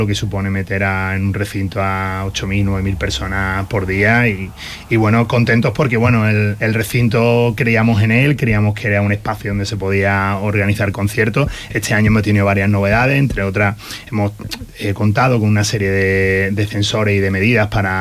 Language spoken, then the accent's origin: Spanish; Málaga, Andalusia, Spain; como malagueño, me siento muy orgulloso de que sea así